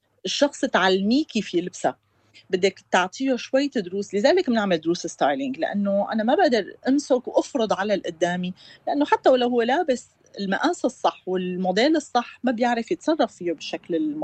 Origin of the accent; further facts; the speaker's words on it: Syria; صراحة سألت على الموضوع لأني أكيد بهمني